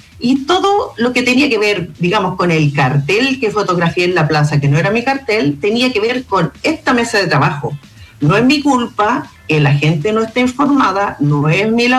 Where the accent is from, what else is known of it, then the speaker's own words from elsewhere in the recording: Valparaíso, Chile; se estaba trabajando y eso lo sé yo, porque soy de Rapa Nui